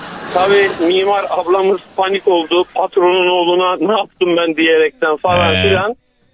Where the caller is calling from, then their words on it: Mersin, Turkey; ben Mersin'den.